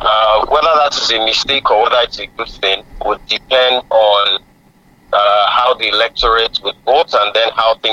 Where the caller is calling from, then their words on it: Oyo, Nigeria; I'm calling from Muliole.